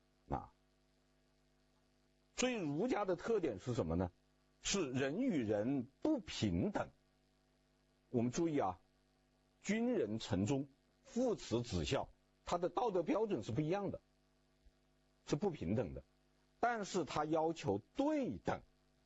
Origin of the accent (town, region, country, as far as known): China